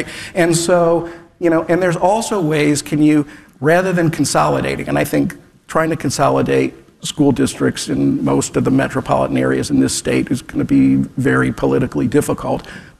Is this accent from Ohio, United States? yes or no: yes; Cleveland Heights, Ohio, United States; Like I said, I grew up in Cleveland Heights.